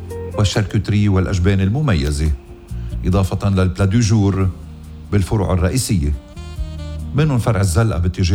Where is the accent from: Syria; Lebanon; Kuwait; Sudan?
Lebanon; أقل وجباتنا كلبنانية أنا وياكم أنه نعرف ضيعنا اللبنانية